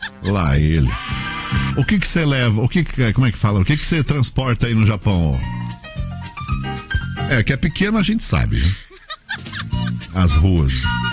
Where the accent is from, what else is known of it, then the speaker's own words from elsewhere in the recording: São Paulo, Brazil; Cara, eu lembro que quando era moleque, assim, né, em São Paulo, assim, a gente era camelô, né?